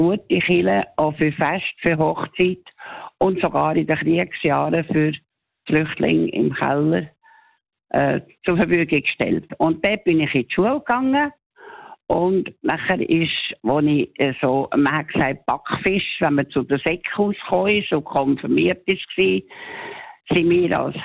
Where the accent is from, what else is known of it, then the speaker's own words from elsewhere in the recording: Zurich, Switzerland; now in Aarberg, Switzerland; Und ich bin in Oberstrasse aufgewachsen.